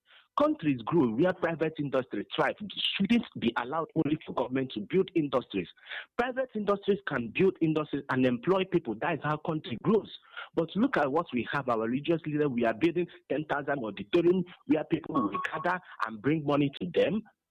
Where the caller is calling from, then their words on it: Nigeria; I'm calling from Mumune, Mumune again.